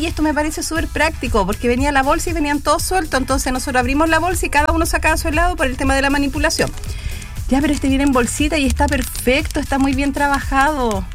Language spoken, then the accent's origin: Spanish; Chile; Yo creo que yo soy la única chilena.